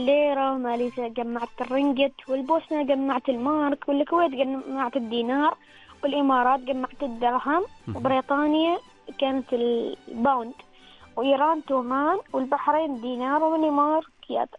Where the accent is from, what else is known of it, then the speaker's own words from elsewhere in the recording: Nizwa, Ad Dakhiliyah, Oman; ولاية نزوة.